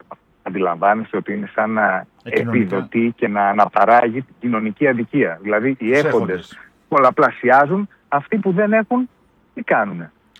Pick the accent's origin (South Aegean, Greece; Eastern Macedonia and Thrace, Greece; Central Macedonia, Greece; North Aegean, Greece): Central Macedonia, Greece; Serres; Είμαι από δύο χωριά χωριά της εδώ, από το Σκοπό και τη Μομονδιστιά, αν και Σέρες είναι η βάση.